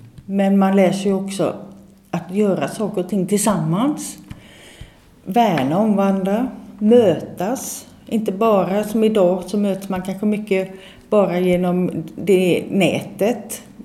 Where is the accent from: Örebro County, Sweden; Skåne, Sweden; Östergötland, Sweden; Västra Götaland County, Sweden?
Västra Götaland County, Sweden; Gothenburg; now in Kinnarp, Sweden; Jag bor ute i Kinnarp. Jag kommer från Hisingen kan man ju säga då. Eller ja. Och jag har bott ute i Kållered. Jag har bott ett varv uppe på Bergsjön. Och sen så var jag iväg några år i Wien i Österrike.